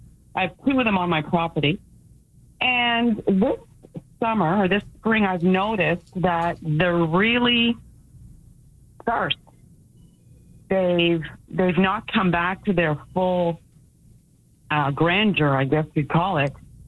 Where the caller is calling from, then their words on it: Fredericton, New Brunswick, Canada; I'm calling from Fredericton.